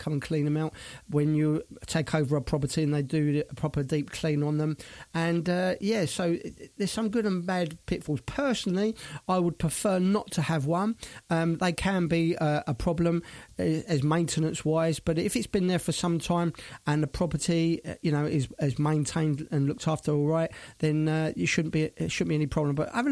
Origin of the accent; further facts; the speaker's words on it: Brighton, South East England, United Kingdom; now in Spain; my hometown of Brighton.